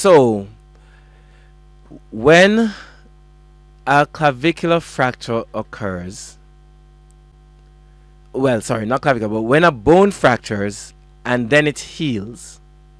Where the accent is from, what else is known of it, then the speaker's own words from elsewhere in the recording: Jamaica; that's what we are now in Jamaica.